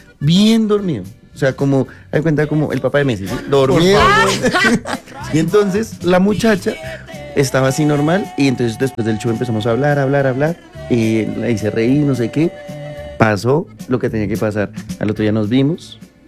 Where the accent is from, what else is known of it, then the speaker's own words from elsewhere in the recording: Colombia; Y eso que yo no soy el mejor colombiano.